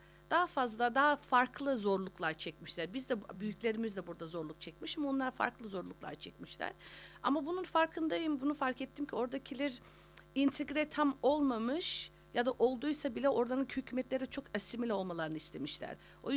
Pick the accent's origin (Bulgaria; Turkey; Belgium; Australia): Australia; Sydney, New South Wales; also born or lived in Amsterdam, Netherlands; Ben işte burada doğma büyümeyim. Evet. Yıllar önce burada doğup büyüdüm. Eğitimimi burada gördüm tabii ki.